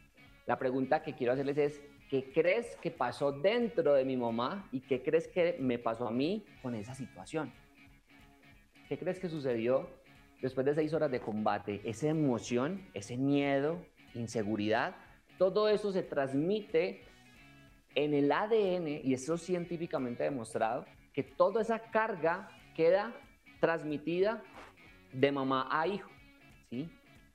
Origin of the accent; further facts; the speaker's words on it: Medellín, Antioquia, Colombia; En mi caso, familia, vengo de Colombia, bueno que en mi acento me revela, vengo de Colombia de un contexto de mucha violencia.